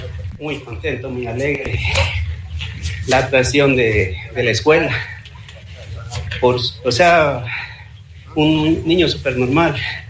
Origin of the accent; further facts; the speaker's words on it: Guayaquil, Guayas, Ecuador; Soy de Guayaquil.